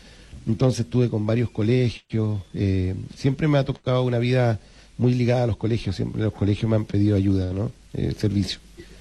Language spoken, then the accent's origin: Spanish; Valparaíso, Chile; Yo soy de Valparaíso, del puerto de acá de Valparaíso, aquí en la quinta región de Chile.